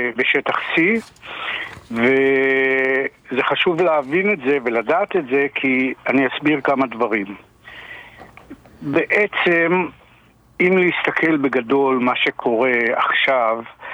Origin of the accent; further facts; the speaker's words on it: Alon HaGalil, Northern District, Israel; כמה מילים פרטיות עליי, אני מושבניק מאלון הגליל, לפני כ4 שנים מפאת גילי המופלג, אני קצת הגזמתי, הפסקתי את הפעילות החקלאית